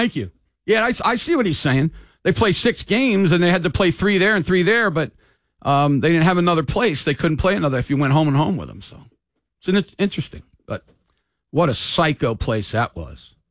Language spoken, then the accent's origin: English; Maryland, United States; moved away; I come from Maryland.